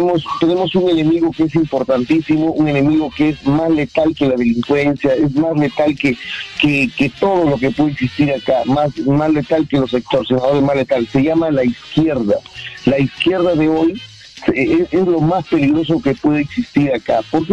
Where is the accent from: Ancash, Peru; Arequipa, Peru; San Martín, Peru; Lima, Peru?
Ancash, Peru; Chimbote; Yo soy chimbotano, vivo en Chimbote